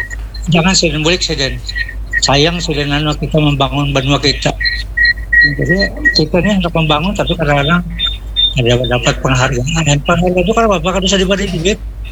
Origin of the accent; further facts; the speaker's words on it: South Kalimantan, Indonesia; also born or lived in Semarang; Aku orang Banjar ya bang.